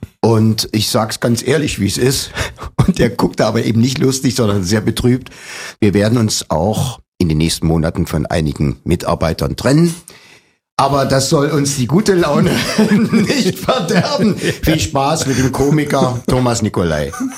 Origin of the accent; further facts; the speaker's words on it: Leipzig, Saxony, Germany; born there; Ich bin gebürtiger Leipziger